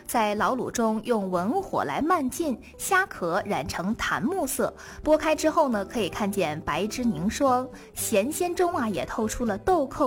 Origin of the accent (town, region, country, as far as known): China